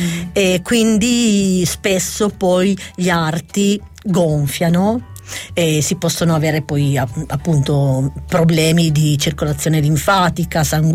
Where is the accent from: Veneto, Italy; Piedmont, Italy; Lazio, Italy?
Piedmont, Italy; Bricherasio; Noi siamo di Bricherasio